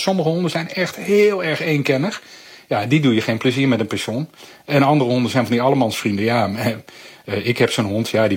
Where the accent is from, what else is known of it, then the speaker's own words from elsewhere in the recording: Nijmegen, Gelderland, Netherlands; als Nijmegenaar moet je een keer.